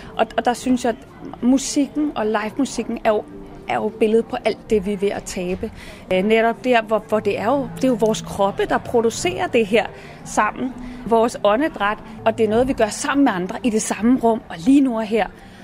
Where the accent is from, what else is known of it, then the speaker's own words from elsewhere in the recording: Roskilde, Zealand, Denmark; kulturlivet i Roskilde, hvor jeg kommer fra